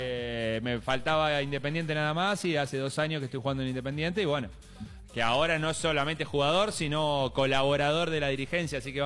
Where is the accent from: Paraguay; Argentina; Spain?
Argentina; Junín, Buenos Aires Province; now in Santiago del Estero, Argentina; Yo soy de Junín, provincia de Buenos Aires. Queda 250 kilómetros de la capital al noroeste.